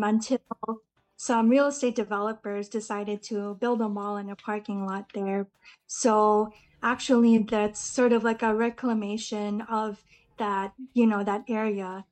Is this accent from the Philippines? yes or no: yes; Philippines; Well, I think what makes me the proudest to be Filipino is when I see people practicing Bayanihan, you know, that spirit of helping others.